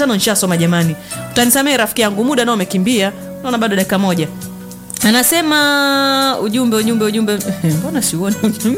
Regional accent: Karatu, Arusha, Tanzania; Natokea Karatu Ngongali.

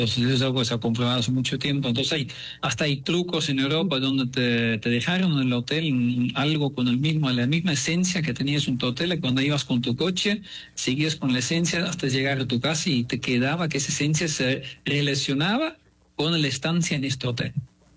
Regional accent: Netherlands; first language Dutch; Spanish is a second language; moved away as an adult; also born or lived in Switzerland / Buenos Aires, Argentina / Brazil; now in Mexico; yo lo comparo un poco con mi idioma holandés.

